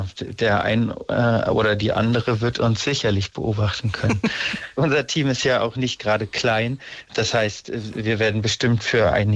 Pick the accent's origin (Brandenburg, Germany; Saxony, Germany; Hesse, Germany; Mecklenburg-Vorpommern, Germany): Mecklenburg-Vorpommern, Germany; moved away as an adult; now in Rügen, Germany; Ich bin selber aus Mecklenburg-Vorpommern, aus der mecklenburgischen Seenplatte allerdings. Und Rügen war für mich natürlich schon in der Kindheit und in der Jugend immer so eine Art Sehnsuchtsort. Und ich habe das große Glück, dass ich seit 4 Jahren auf Rügen leben kann